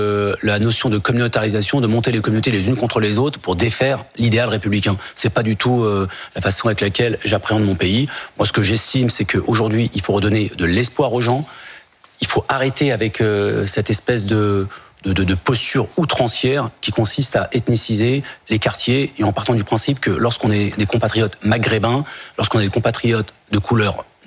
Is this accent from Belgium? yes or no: no; France; Je suis issu comme vous, je suis pas du tout issu de l'immigration. Oui. Ce sont nos parents. Nous, on est français, bien français et fiers d'être français.